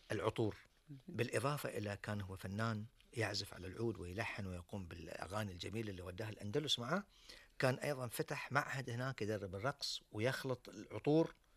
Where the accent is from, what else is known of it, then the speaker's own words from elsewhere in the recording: Bahrain; إحنا كبحرينيين